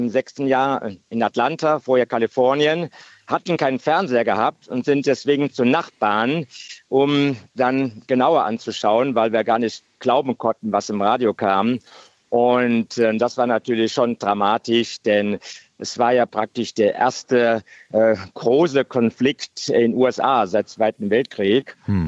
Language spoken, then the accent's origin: German; Germany; moved away as an adult; also born or lived in California, United States / southeastern US; Als Deutsche war man natürlich immer noch ganz anders im Ansehen